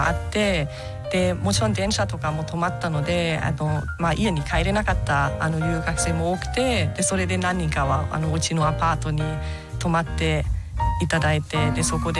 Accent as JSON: {"language": "Japanese", "country": "Germany", "second_language": "Japanese", "moved": "yes"}